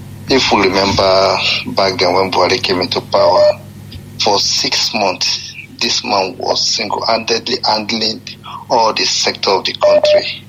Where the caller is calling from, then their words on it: Dubai, United Arab Emirates; I'm calling from United Arab Emirates, Dubai.